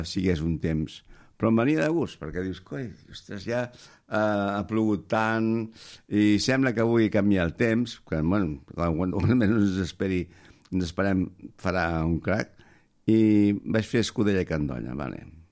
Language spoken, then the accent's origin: Catalan; Barcelona, Catalonia, Spain; Jo sóc de Barcelona i encara que porto molt temps aquí, tant en quant se m'escapa un espanyolada.